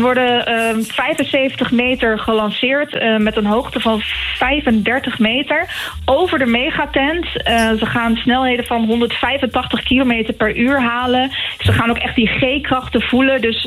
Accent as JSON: {"language": "Dutch", "town": "Borculo", "region": "Gelderland", "country": "Netherlands", "tie": "born or raised there", "said": "Ik kom uit Buurlo, geboren en getogen."}